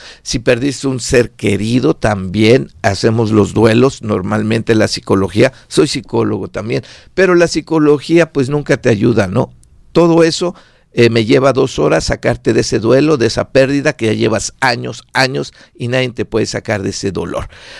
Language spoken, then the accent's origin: Spanish; Mexico; now in United States; Soy de origen mexicano, pero tengo ya 32 años en Estados Unidos.